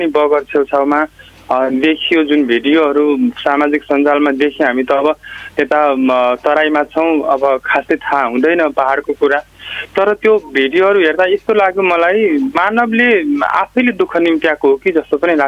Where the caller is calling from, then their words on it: Madhesh Province, Nepal; महोत्तरीको बरबाट Madhes Pradesh.